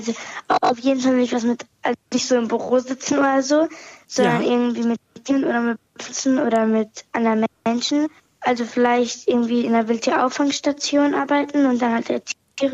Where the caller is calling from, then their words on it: Kiel, Schleswig-Holstein, Germany; Ich bin 12 Jahre alt und komme aus Kiel.